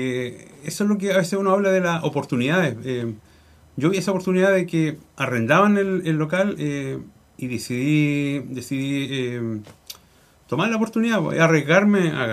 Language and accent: Spanish; Chillán, Ñuble, Chile; moved away as an adult; now in Quemchi, Chile; yo soy oriundo de Chillán, ¿ya? Llegué hace 25 años aquí a Chiloé, específicamente a la comuna de Quemchi, a realizar trabajo en una empresa salmonera.